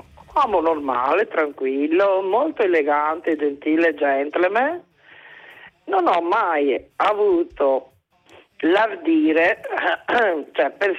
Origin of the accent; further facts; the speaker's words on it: Venice, Veneto, Italy; born there; now in Padua, Italy; Sono veneta, nata a Venezia, diciamo, però residente a Padova.